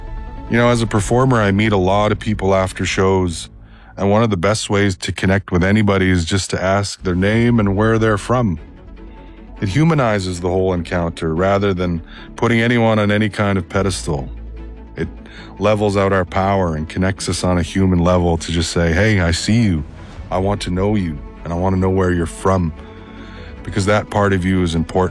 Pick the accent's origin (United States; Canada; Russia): Canada; Manitoba; I come from the Pegwas First Nation